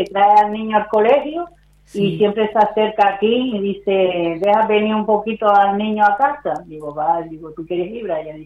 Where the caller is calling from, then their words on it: Las Palmas de Gran Canaria, Canary Islands, Spain; Yo vivo en Pedidargo, aquí cerca de las por arriba de Carrefour, más arriba.